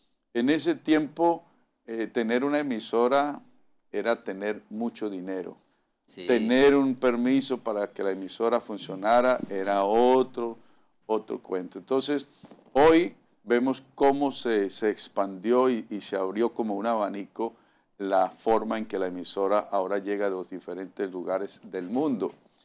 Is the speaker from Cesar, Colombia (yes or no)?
no; Cúcuta, Norte de Santander, Colombia; Y yo, pues, soy de Guaymaral.